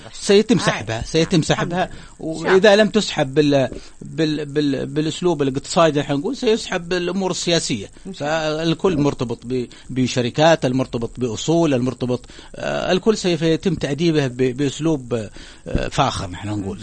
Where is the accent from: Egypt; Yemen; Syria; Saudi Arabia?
Yemen; نحن عندنا في اليمن